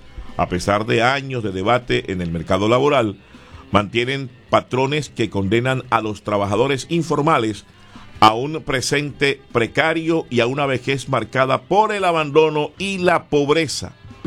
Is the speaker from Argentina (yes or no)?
no; Caribbean Region, Colombia; now in Cúcuta, Colombia; Hijo de la Real República del Caribe colombiano, pero cucutoche por adopción.